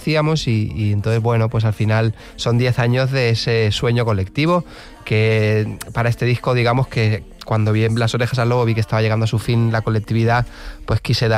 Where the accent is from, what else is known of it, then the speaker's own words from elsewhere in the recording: Rivas, Community of Madrid, Spain; Y con 19 años encontré una banda que de amigos míos de Rivas, de mi pueblo